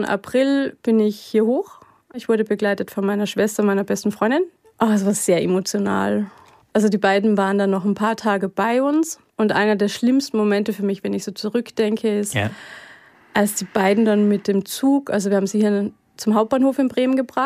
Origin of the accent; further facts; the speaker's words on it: Malta, Carinthia, Austria; einmal in Kärnten, also wo Malta liegt, wo ich aufgewachsen bin, und einmal in Salzburg.